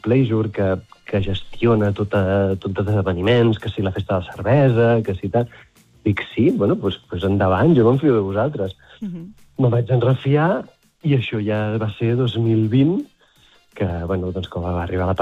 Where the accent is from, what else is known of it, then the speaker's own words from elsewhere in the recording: Girona, Catalonia, Spain; born there; Li dius a un de Girona, que jo vaig néixer a Girona